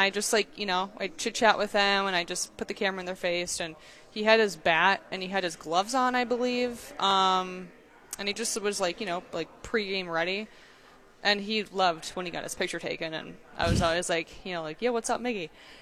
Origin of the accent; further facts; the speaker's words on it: Michigan, United States; I grew up in Michigan.